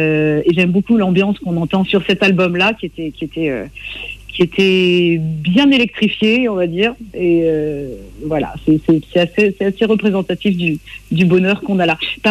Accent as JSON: {"language": "French", "region": "Brittany", "country": "France", "said": "moi je viens du Trégor côtier. Alors le Trégor, si vous ne voyez pas, vous voyez la côte nord de la Bretagne. Il y a à peu près au milieu, il y a un grand V, une grande échancrure."}